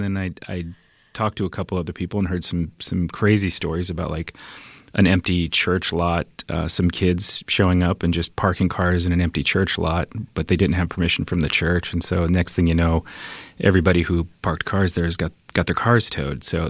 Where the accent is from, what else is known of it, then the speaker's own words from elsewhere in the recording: Des Moines, Iowa, United States; also born or lived in Osceola, Iowa; I grew up in Des Moines up until high school, and then moved to a small town south of Des Moines, Osceola, Iowa. But growing up on the east side